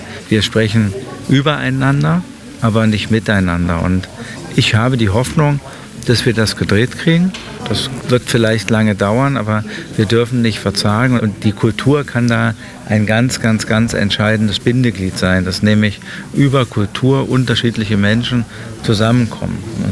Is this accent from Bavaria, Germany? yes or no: no; Aschersleben, Saxony-Anhalt, Germany; Wir dürfen uns nicht schämen, aus Aschersleben zu kommen, sondern wir kommen aus einer ganz tollen Stadt, die ganz viel zu bieten hat